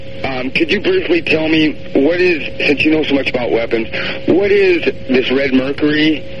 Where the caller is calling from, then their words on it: Vancouver, Washington, United States; from Vancouver.